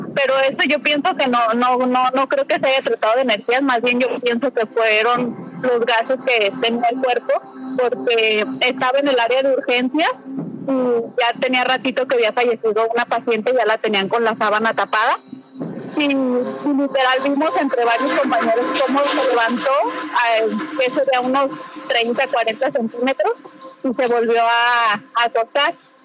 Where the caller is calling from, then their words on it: Guadalajara, Jalisco, Mexico; Soy de Guadalajara, les acabo de hablar.